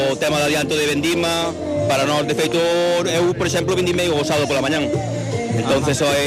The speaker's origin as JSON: {"language": "Galician", "town": "Gomariz", "region": "Galicia", "country": "Spain", "said": "somos de Gomariz, pero tamén somos de Concello de Leiro, e gustanos vir a esta festa."}